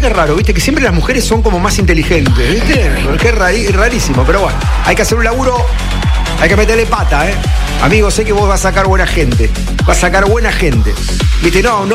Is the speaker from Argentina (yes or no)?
yes; Ensenada, Buenos Aires Province, Argentina; born there; yo nací en Ensenada, Walter. Nací en Ensenada.